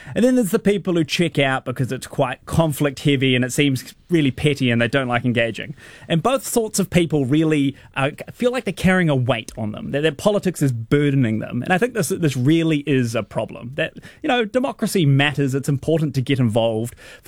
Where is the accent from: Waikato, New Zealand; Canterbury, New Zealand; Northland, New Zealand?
Waikato, New Zealand; Hamilton; moved away; growing up in Hamilton